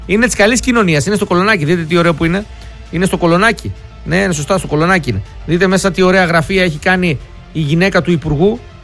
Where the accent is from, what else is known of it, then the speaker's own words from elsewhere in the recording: Northern Greece, Greece; Δεν ξέρω κιόλας … είμαι από το Βορρά.